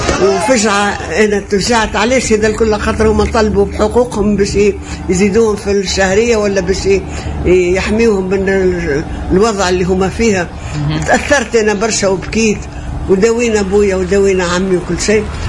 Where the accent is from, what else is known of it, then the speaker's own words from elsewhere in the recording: Sfax, Sfax Governorate, Tunisia; born there; اتولدت في مدينة صفاقس في البلاد العربي، وكانت مدرسة بحذانا تسمى مدرسة البنات المسلمات.